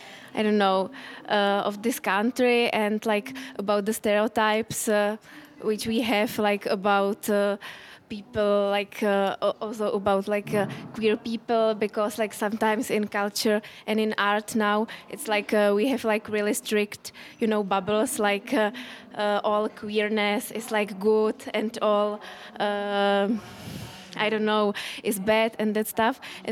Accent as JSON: {"language": "English", "country": "Czechia", "second_language": "English", "said": "from Czech Republic, and this is our last day in Vienna."}